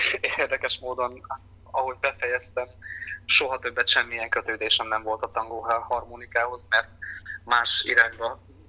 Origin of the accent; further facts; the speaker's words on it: Berehove, Zakarpattia Oblast, Ukraine; moved away; hiszen a gyermekkoromat töltöttem ott